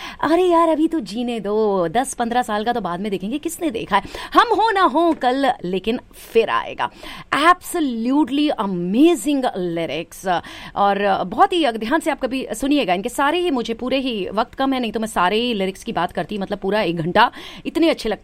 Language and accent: Hindi; Delhi, India; accent: Punjabi; कई बार मेरा पंजाबी एक्सेंट आ जाता है, एस्ट्रोनॉट क्योंकि दिल्ली के हैं, वही पंजाबी तो हमारे खून में है, दिल्ली के लोग, पंजाब, मतलब हमारा पंजाबी कल्चर बहुत होता है दिल्ली में।